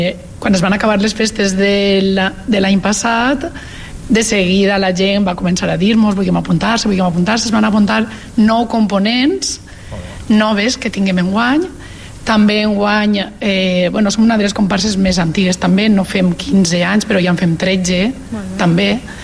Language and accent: Catalan; Bèlgida, Valencian Community, Spain